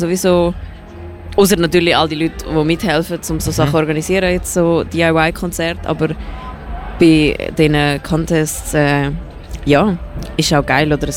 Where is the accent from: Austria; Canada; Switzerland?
Switzerland; Eastern Switzerland; Aber bei mir ist es, ich komme aus Ostschweiz.